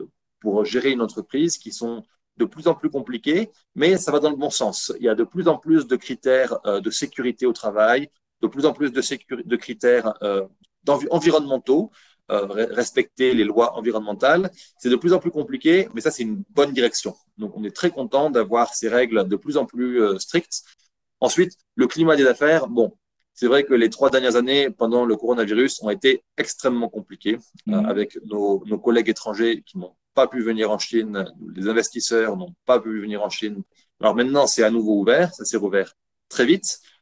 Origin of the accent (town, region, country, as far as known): France; moved away as an adult; now in China